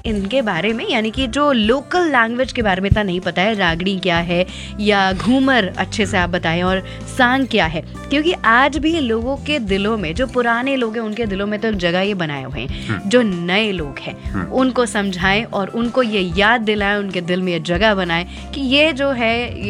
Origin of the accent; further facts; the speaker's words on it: Delhi, India; also born or lived in Bengal; मैं दिल्ली से बिलोंग करती हूँ, मैं दिल्ली से आती हूँ, but I am a Bengali, तो बंगाल का कल्चर मुझे बहुत अच्छे से पता है।